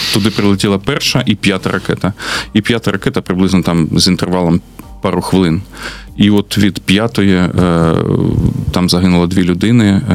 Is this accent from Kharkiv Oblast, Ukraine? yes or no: yes; Chuhuiv, Kharkiv Oblast, Ukraine; Ну, я як уродженець Чугуєва, я знаю, що там де що розташовано.